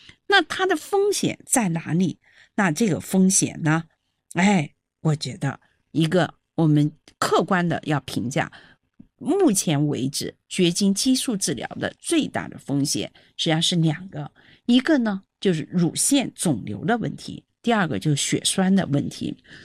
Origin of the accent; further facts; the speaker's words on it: China; 我们作为中国人，我们的血栓风险是比欧美人士呢要低的，